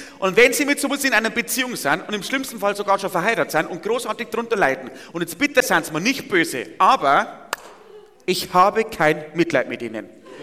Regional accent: Bavaria, Germany; Das ist ein richtiger Gamechanger, wie man bei uns im Bayerischen Wald dazu sagt.

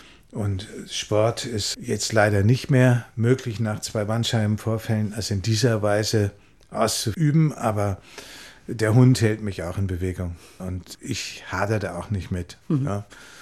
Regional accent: North Rhine-Westphalia, Germany; now in Klausen, Italy; ich bin im Ruhrgebiet groß geworden.

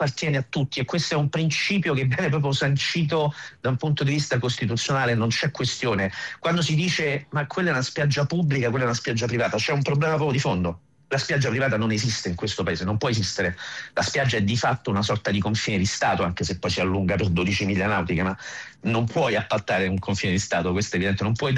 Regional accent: Ostia, Lazio, Italy; Ancora oggi i colleghi, quando scoprono che io vengo da Ostia, mi danno una pacca sulla spalla

